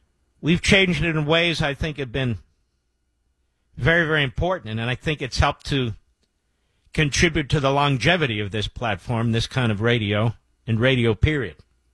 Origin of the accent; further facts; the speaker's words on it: Pennsylvania, United States; I said, wait a minute, I'm from Pennsylvania.